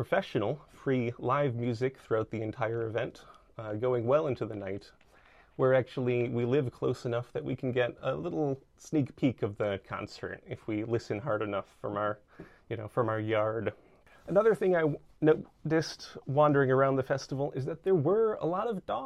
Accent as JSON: {"language": "English", "town": "Bowling Green", "region": "Ohio", "country": "United States", "tie": "born or raised there", "said": "happening right now down in Bowling Green, Ohio, my hometown, or at least my current place of residence."}